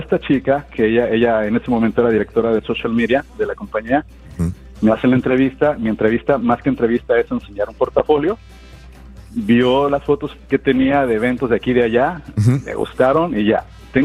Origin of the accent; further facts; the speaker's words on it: Reynosa, Tamaulipas, Mexico; Empecé en análogo. Empecé los finales de los 90s en Reynosa, soy de Reynosa.